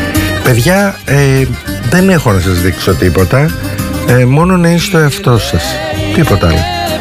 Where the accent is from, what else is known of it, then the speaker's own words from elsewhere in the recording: Kalamata, Peloponnese, Greece; Μας αναμεταδίδει η πατρίδα μου, η Καλαμάτα.